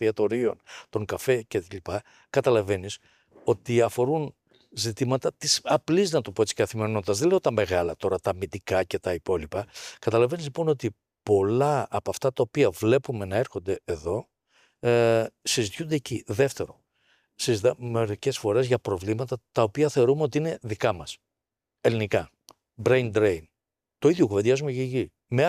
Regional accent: Peloponnese, Greece; Καταρχάς είμαι Έλληνα. Ωραία. Έχω μεγαλώσει στην Ελλάδα, Αρκαδία, λοιπόν, που είναι το κέντρο του κόσμου, όπως και να το κάνουμε. Λοιπόν, έχω μεγαλώσει εδώ, η οικογένειά μου είναι εδώ.

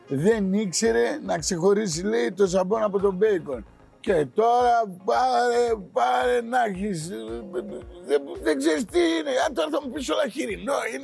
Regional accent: Thessaloniki, Central Macedonia, Greece; now in Athens, Greece; Γιατί εγώ είμαι από τη Θεσσαλονίκη και έχουμε τα γνωστά θεματάκια. Λοιπόν, εγώ τους λέω όλους εδώ στην Αθήνα

